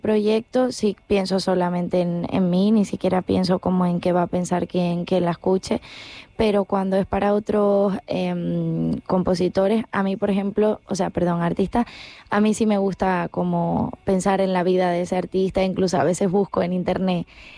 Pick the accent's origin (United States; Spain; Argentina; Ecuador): Spain; La Palma, Canary Islands; Y me decían, pero tú eres de aquí, de La Palma. Y yo digo, no, no, de aquí, que este es mi colegio, este es mi recreo.